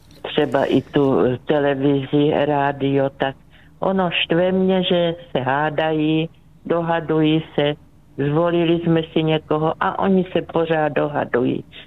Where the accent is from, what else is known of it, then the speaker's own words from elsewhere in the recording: South Moravian Region, Czechia; Takže já jsem z Moravy, takže tam od Břeclavy, takže u nás bylo vždycky vína dost, tatínek dělal víno